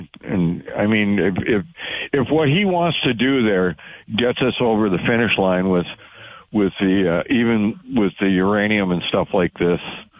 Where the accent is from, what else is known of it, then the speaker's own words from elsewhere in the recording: Wisconsin, United States; born there; And I was born in Wisconsin.